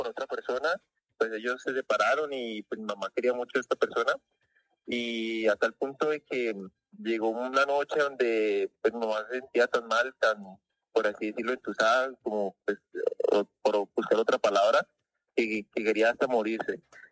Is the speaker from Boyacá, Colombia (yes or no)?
no; Florida, Valle del Cauca, Colombia; yo soy de Florida Valle